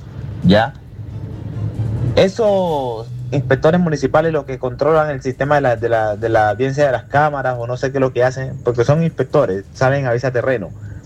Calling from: Alto Hospicio, Tarapacá, Chile; Yo soy de acá de Alto Hospicio.

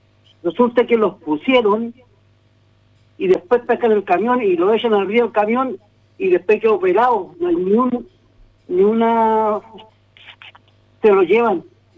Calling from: Iquique, Tarapacá, Chile; Soy iquiqueño, muy iquiqueño, muy metido en la Armada, muy metido en Arturo Prat.

